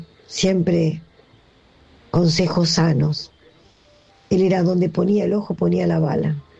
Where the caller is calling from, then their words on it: Colegiales, Buenos Aires, Argentina; de Colegiales.